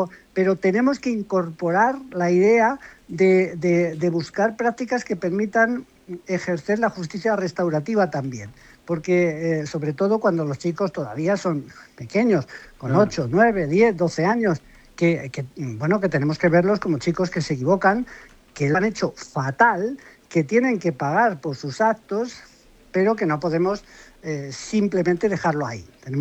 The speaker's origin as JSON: {"language": "Spanish", "town": "Madrid", "region": "Community of Madrid", "country": "Spain", "said": "Si es que yo soy de Madrid, vivo en Madrid, pero soy del Barcelona."}